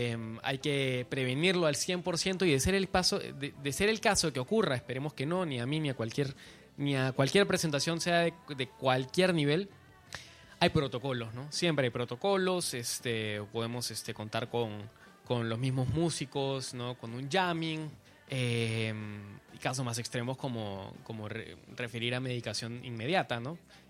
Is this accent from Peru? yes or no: yes; Peru; sabemos que como peruanos todos somos recontra emprendedores